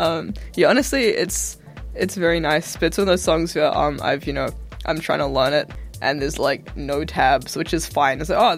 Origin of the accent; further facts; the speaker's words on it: Christchurch, Canterbury, New Zealand; moved away as an adult; now in Dunedin, New Zealand; And I'm from Christchurch